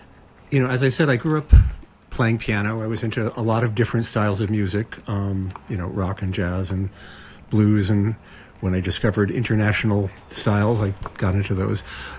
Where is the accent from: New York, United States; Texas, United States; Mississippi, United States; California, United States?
New York, United States; Bearsville; Yes, that's based in my hometown in Bearsville.